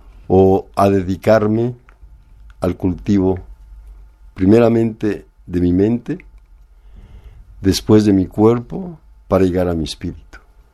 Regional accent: Mexico; now in United States; Originalmente yo soy un inmigrante también. Yo salí de México en 1968.

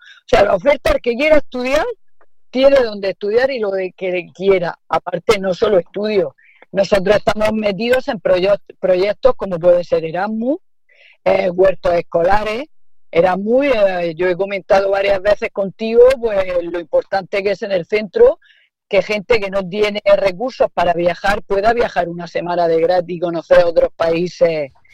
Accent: Librilla, Region of Murcia, Spain; Librilla es mi pueblo de nacimiento.

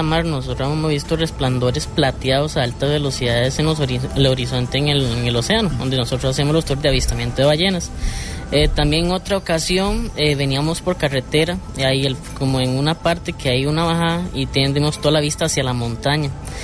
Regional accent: Quepos, Puntarenas, Costa Rica; moved away; Yo acá tengo como unos 19 años que llegué a esta zona. Soy de Quepos, normal, siempre ha sido de costa. Estoy aquí hace como unos 16 años

